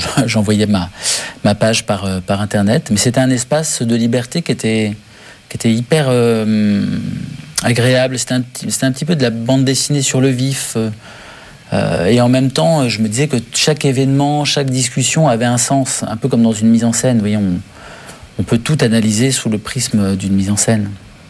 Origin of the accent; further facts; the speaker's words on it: Syria; moved away; comme on posait cette question énormément quand j'étais enfant, notamment en Syrie, où les gens dans le village se demandaient